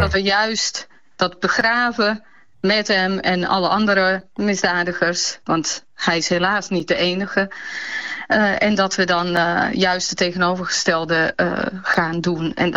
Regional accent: Bosnia & Herzegovina; Weet je, ik kom echt uit Bosnië, waar die oorlogsmisdaden plaats hebben gevonden. Zelf van Servisch-Kroatische roots.

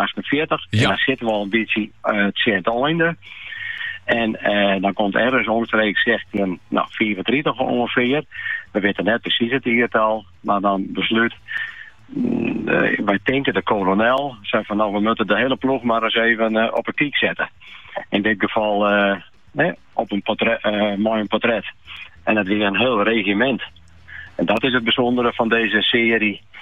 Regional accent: Friesland, Netherlands; Ja, ben ik echt Friesen.

